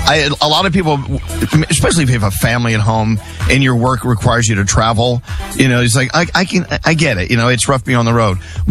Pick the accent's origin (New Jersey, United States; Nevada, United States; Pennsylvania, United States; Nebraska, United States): New Jersey, United States; also born or lived in New York; Well, no, we're not. I'm a New Yorker. I'm a New Jersey guy.